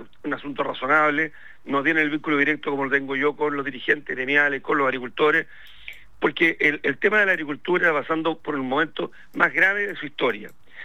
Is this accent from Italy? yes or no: no; Chile